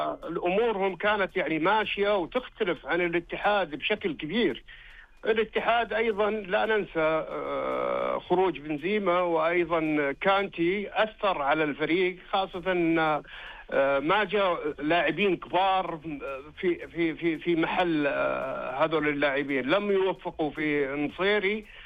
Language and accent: Arabic; Saudi Arabia; بطولة تحمل اسم غالي على قلوبنا إحنا كسعوديين